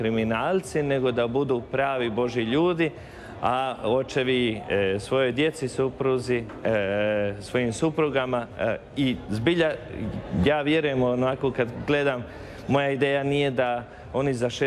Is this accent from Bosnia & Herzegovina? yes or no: yes; Zavidovići, Federation of Bosnia and Herzegovina, Bosnia & Herzegovina; also born or lived in Bolivia; Franjevac Kapucin i rodom sam iz Župe Zavidović, svećenik već 17 godina, a u tih 17 godina, 10,5 godina misionar u Boliviji.